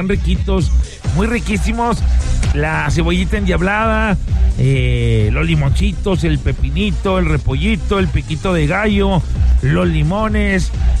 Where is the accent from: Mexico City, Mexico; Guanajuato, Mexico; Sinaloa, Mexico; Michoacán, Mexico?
Sinaloa, Mexico; Mazatlán; ¿Y sabe qué, compa? Soy de Mazatlán.